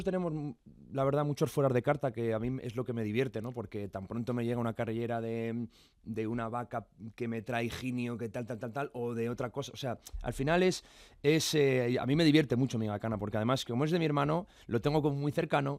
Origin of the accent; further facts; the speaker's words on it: Salamanca, Castile and León, Spain; o en Salamanca, de donde yo soy